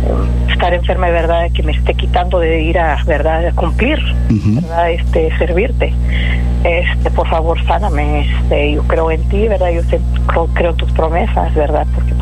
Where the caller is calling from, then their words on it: Edinburg, Texas, United States; De Edinburgh.